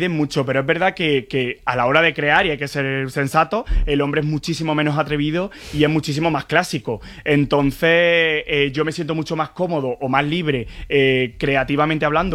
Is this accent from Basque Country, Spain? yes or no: no; Andalusia, Spain; voy a inspirarme en una colección en Córdoba. Quiero llevar mi tierra por bandera, Julio Romero de Torres, la Amapá, la de mi Valle de los Pedroches, los patios de Córdoba